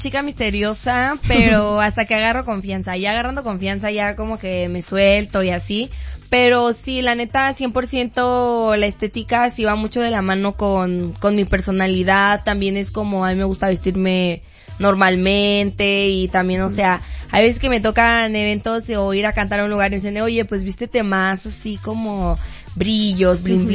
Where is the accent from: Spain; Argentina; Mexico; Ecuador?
Mexico; Tijuana, Baja California; pero vengo de Tijuana.